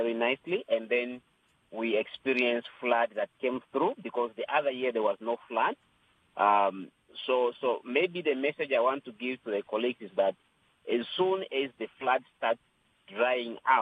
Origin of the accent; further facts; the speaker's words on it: Katima Mulilo, Zambezi, Namibia; especially to the youth in my hometown in Katima, is to encourage them to invest in small businesses.